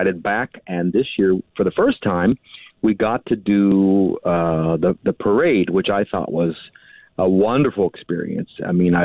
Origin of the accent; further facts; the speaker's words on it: West Virginia, United States; born there; I was born in West Virginia, and all of my grandparents came from Calabria.